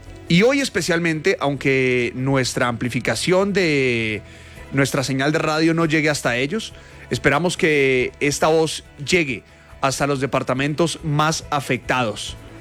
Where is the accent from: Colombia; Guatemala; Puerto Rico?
Colombia; un programa que hoy más que nunca nos une como colombianos